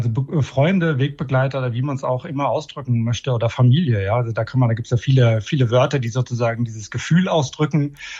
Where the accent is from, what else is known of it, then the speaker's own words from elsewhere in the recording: Fürth, Hesse, Germany; aber ich bin hier in Deutschland im Odenwald geboren und aufgewachsen, in einem kleinen Dorf, gar nicht so weit von dem Lebenshof heute entfernt, also in Fürth hieß es damals.